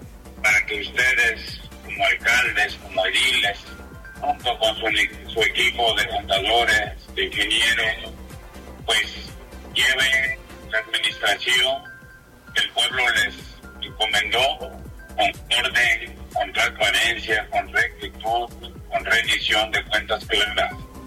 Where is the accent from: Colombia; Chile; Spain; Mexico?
Mexico; Veracruz; Somos compañeros veracruzanos y muchos somos indígenas.